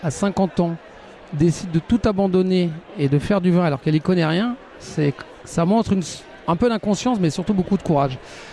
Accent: Brittany, France; Et puis le prix West, évidemment, ça résonne particulièrement parce que moi je suis breton.

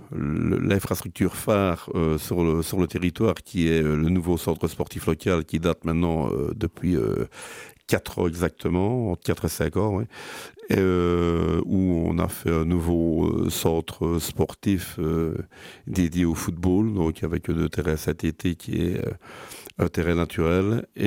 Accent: Flémalle, Wallonia, Belgium; j'ai 52 ans, ça fait 52 ans que j'habite à Flémal.

